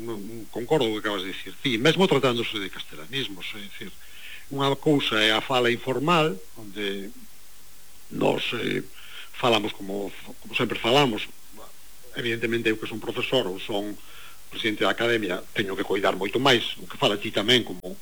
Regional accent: Muros, Galicia, Spain; Eu xa digo xo porque eu son de Muros e eu sei porque, bueno, a miña familia de Esteiro, ¿no?, que son sitios moi próximos un a outro

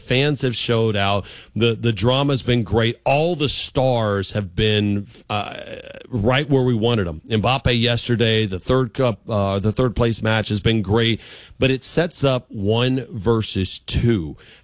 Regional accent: Louisiana, United States; I'm this Cajun kid from Louisiana.

